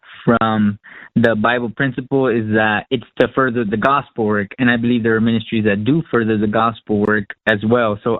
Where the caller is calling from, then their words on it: Moreno Valley, California, United States; Yes, that's Moreno Valley, California.